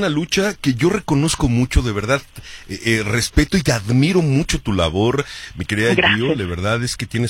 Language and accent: Spanish; Mexico